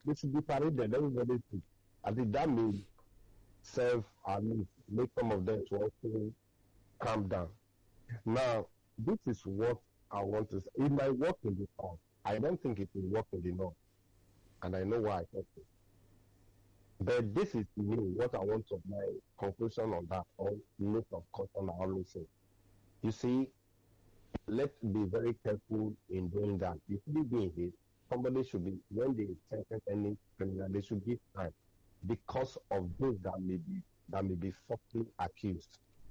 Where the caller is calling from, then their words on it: Ikeja, Lagos, Nigeria; calling from Ikeja.